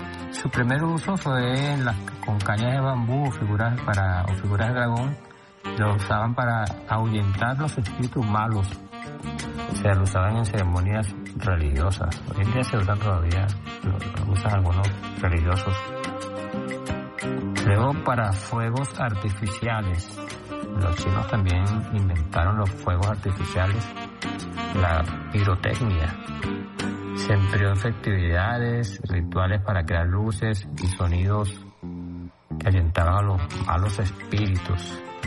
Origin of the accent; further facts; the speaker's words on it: Venezuela; como decimos en San José Tenado